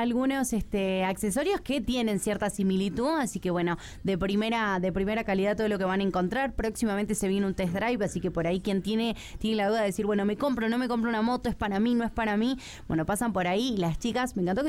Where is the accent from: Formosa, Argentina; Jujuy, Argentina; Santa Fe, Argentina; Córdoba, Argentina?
Jujuy, Argentina; este café nos representa no solamente como argentinos, sino como jujeños